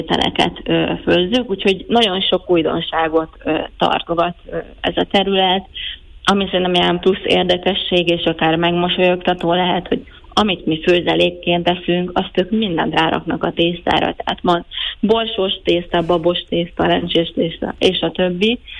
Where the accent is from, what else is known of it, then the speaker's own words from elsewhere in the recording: Hungary; now in Naples, Italy; magyarként más reflexeink vannak